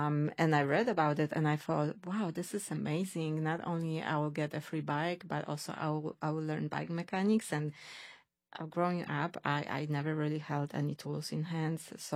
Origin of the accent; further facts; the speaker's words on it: Poland; now in Austin, United States; Yeah. I moved to Austin in 2019 from Poland.